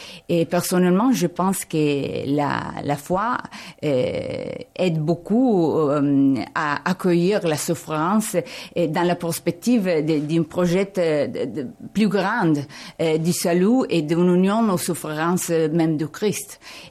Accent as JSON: {"language": "French", "country": "Italy", "said": "Oui, je suis italienne"}